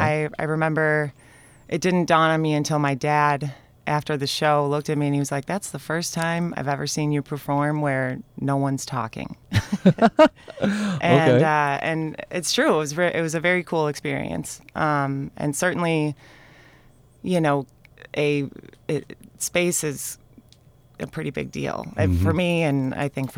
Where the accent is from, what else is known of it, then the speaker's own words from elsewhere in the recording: Chicago, Illinois, United States; as a Chicagoan